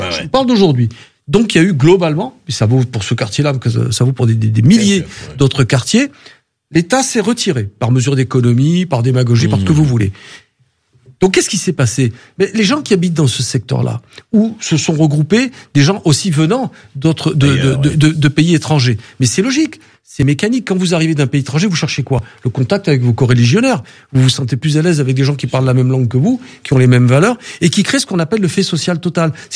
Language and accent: French; Marseille, Provence-Alpes-Côte d'Azur, France; j'en reviens toujours parce que j'ai grandi à Marseille.